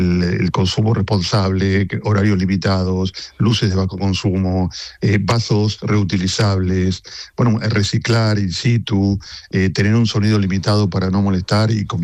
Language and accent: Spanish; Argentina; Yo vengo de Argentina y allí hemos tenido mucha gente que ha venido a España